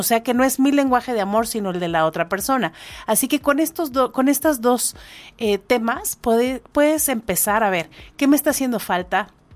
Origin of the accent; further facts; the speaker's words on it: Morelos, Mexico; Dicen que así somos los de Morelos